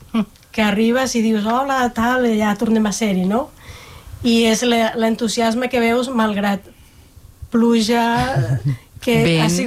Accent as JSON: {"language": "Catalan", "country": "Colombia", "second_language": "Catalan", "moved": "yes", "lives_now": "Catalonia, Spain", "said": "I jo sóc de Colòmbia i porto, ara al setembre farà 30 anys que sóc a Catalunya, i en aquests 30 anys els he viscut tots a muntanya."}